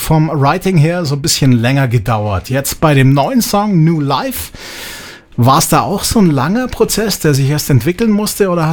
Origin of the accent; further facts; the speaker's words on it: Peiting, Bavaria, Germany; Sowas haben wir nämlich auch, hatten wir mal in meiner Heimat in Peiting, die lange Nacht der Musik.